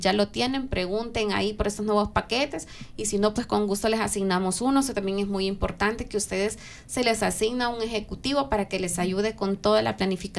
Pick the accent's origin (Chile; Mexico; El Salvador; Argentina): El Salvador; porque para irnos a París solamente necesitamos nuestro pasaporte vigente como salvadoreños.